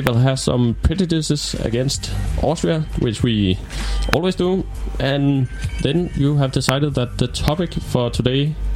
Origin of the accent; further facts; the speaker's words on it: Denmark; I come from Denmark.